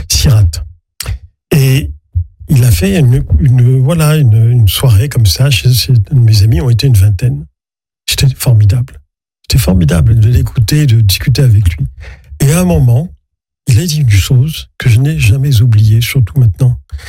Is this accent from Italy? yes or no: no; Morocco; moved away; Venant d'un pays arabe, pour moi, c'était la moindre des choses. Et dans ma jeunesse, au Maroc, je n'avais pas connu ça. On était des Français du Maroc, c'était avant l'indépendance, on est resté après l'indépendance.